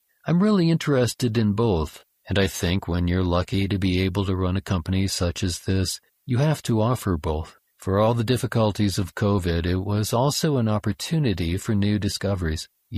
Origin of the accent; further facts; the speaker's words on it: Geneva, Switzerland; first language French; English is a second language; also born or lived in Rotterdam, Netherlands; now in Netherlands; Yes, I was born in Rotterdam, but my family moved to Geneva when I was a baby, so I never spoke Dutch. I had to learn Dutch for this job. My mother tongue is French, and my culture is Swiss, very Swiss.